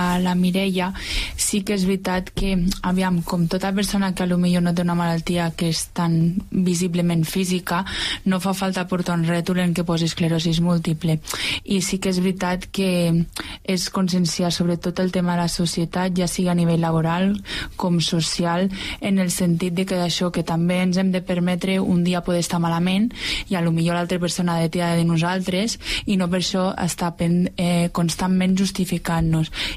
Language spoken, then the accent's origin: Catalan; Andorra; Jo soc d'Andorra